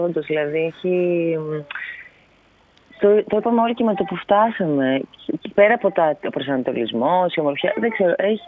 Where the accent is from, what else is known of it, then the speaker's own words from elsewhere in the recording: Thessaloniki, Central Macedonia, Greece; now in Athens, Greece; Εγώ είμαι και από Θεσσαλονίκη, είμαι πιο κοντά, αλλά επειδή είμαι Αθήνα, είμαστε αρκετά μακριά από αυτή την περιοχή